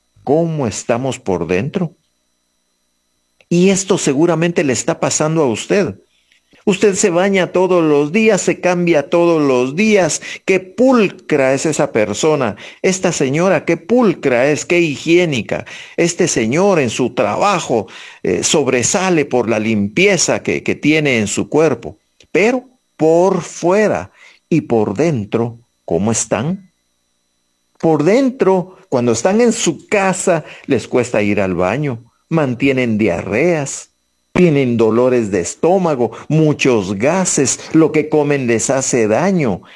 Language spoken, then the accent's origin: Spanish; Guatemala; Y así somos los guatemaltecos.